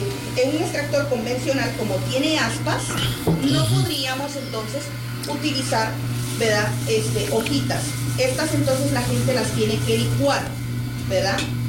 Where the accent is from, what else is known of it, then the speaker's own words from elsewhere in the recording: Guatemala; Y en mi país, ¿verdad? Yo soy de Guatemala.